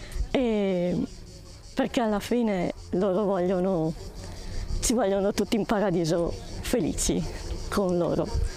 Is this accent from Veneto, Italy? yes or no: yes; Belluno, Veneto, Italy; vengo da Belluno.